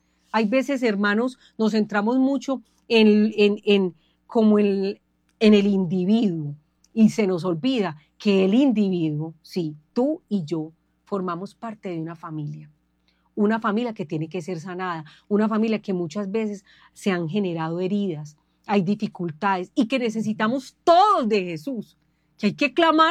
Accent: Medellín, Antioquia, Colombia; Ah, nosotros somos de Medellín, Antioquia.

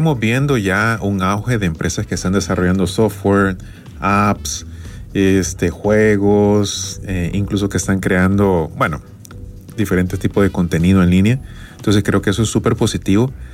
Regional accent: El Salvador; como salvadoreños tenemos un montón de cosas buenas

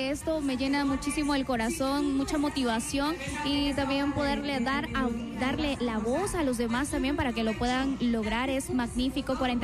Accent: El Salvador; la Teletón también somos los salvadoreños.

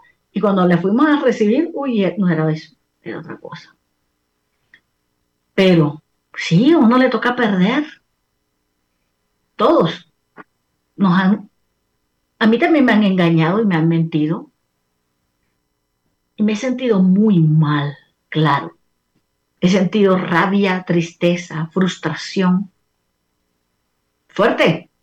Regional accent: Colombia; estaban riéndose de lo vivos y astutos que somos los colombianos

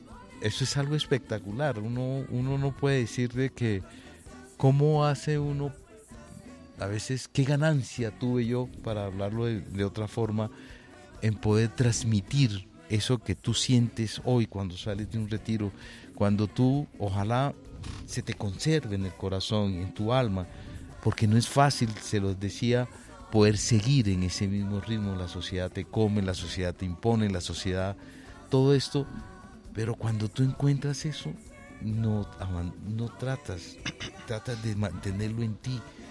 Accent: Caribbean coast, Colombia; Nosotros en la costa nos saludamos a primo, en mi tierra.

